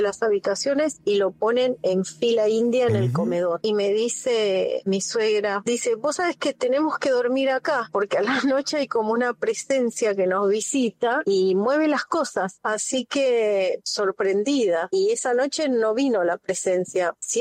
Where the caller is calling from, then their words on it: Tortuguitas, Buenos Aires Province, Argentina; de Tortuguitas